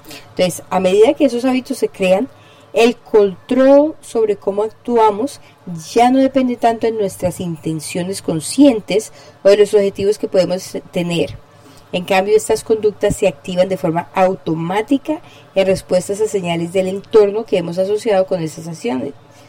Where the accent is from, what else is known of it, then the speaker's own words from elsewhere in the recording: Colombia; moved away; mi tierra después de 19 años sin venir a visitarla